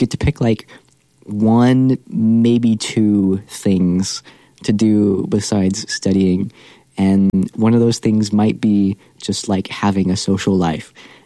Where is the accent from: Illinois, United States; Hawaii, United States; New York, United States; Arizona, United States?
Arizona, United States; And then I say I'm from Arizona, and they're like, wow, Arizona, that's so far.